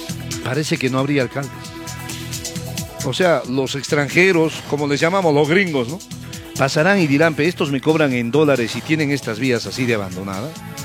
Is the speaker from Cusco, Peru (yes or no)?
yes; Cusco, Peru; Yo siento vergüenza ajena de ver mi tierra así.